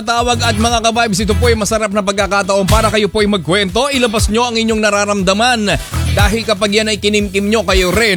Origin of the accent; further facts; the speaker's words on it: Bulacan, Central Luzon, Philippines; Bulakenyo din ako.